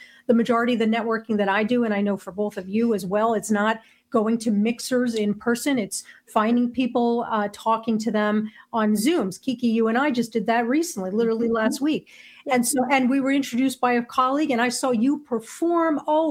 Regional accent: United States; moved away as an adult; I come from New Jersey, New York.

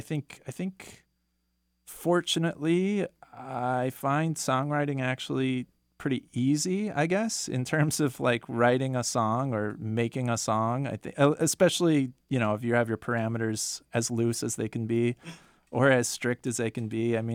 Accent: Minneapolis, Minnesota, United States; now in Sacramento, United States; And I'm from Minneapolis.

